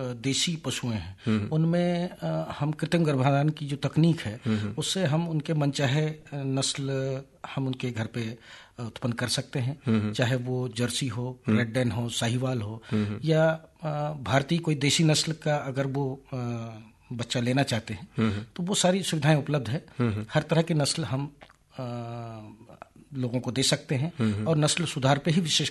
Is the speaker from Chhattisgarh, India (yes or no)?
yes; Bastar, Chhattisgarh, India; moved away as an adult; now in Jagdalpur, India; मैं तो ऐसे मूलतः बस्तर जिले का ही हूँ और मेरी प्रारंभिक शिक्षा बस्तर जिले के नाम से प्रसिद्ध बस्तर ग्राम में ही शिक्षा हुई है, प्राइमरी और मिडिल स्कूल और हाई स्कूल की शिक्षा। उसके बाद मैं नौकरी के सिलसिले से जब जगदलपुर आया